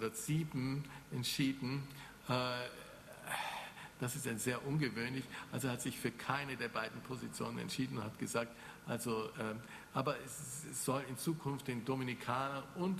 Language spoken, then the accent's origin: German; Konstanz, Baden-Württemberg, Germany; born there; in dieser schönen Stadt Konstanz, wo ich geboren bin, nicht?